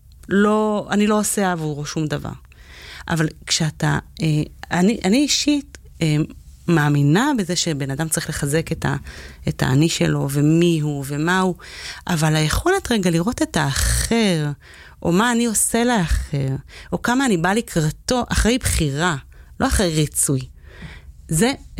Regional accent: Jerusalem, Jerusalem District, Israel; אני גדלתי בבית וגן בירושלים, במשפחה עם 7 ילדים להורים אירופאים. אז היינו קצת אאוטסיידרים שנכנסנו לתוך, כאילו, אמא שלי אנגליה

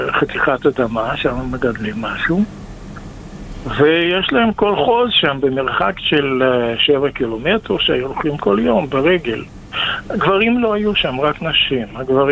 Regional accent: Moscow Oblast, Russia; moved away; טוב, אז אני נולדתי ברוסיה, במוסקבה, בעצם בפרבר מוסקבה.

